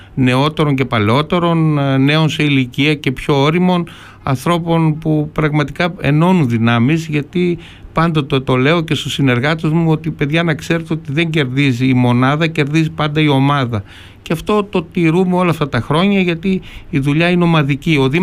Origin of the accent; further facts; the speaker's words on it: Panorama, Central Macedonia, Greece; γιατί εγώ έχω καταγωγή από το Πανόραμα